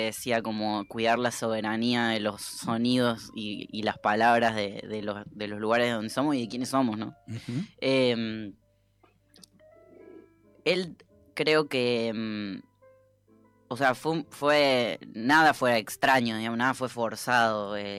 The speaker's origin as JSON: {"language": "Spanish", "town": "Laguna Larga", "region": "Córdoba", "country": "Argentina", "moved": "yes", "said": "Yo soy de un pueblo de Córdoba que se llama Laguna Larga."}